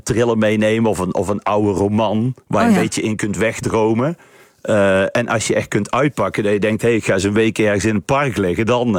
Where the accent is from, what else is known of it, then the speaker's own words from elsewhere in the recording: Best, North Brabant, Netherlands; Maar dus ik ben super blij dat ik uit Best kom.